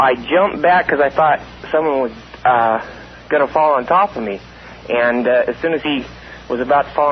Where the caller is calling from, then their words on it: Las Vegas, Nevada, United States; And I'm coming from Vegas. I used to live out there in Pahrump